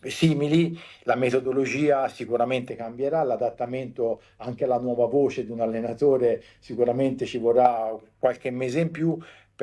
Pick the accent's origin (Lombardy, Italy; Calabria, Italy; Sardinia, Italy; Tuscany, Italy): Tuscany, Italy; anche da Toscano